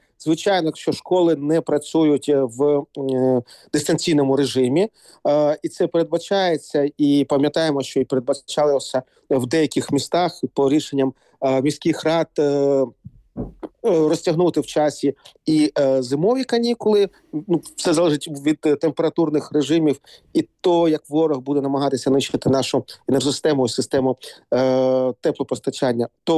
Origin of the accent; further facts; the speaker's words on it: Kharkiv, Kharkiv Oblast, Ukraine; Якщо говорити про мій рідний Харків